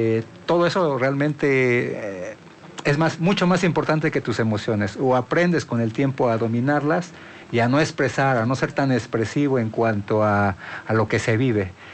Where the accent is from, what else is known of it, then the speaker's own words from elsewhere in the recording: Mexico; uno como mexicano